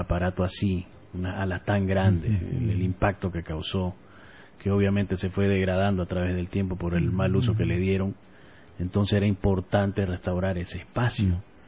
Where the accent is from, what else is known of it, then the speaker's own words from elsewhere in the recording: Beni, Bolivia; now in Santa Cruz de la Sierra, Bolivia; yo soy del Beni, criado en aviones por falta de carretera.